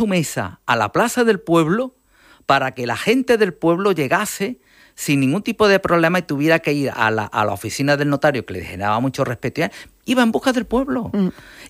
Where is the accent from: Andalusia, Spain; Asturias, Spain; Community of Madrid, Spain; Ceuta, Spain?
Andalusia, Spain; yo por ejemplo, me dicen, tú que eres andaluz, ciudadano del Estado español, pero yo soy andaluz.